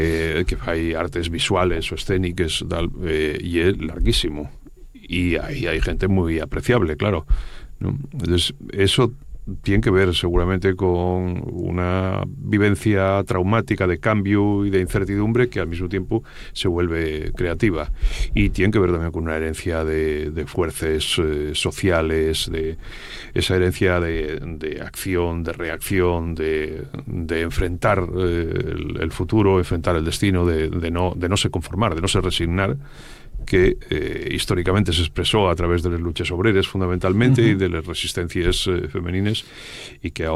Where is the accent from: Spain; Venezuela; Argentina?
Spain; Asturias; hay además un pulso cultural y vital que a mí como asturiano resulta muy familiar.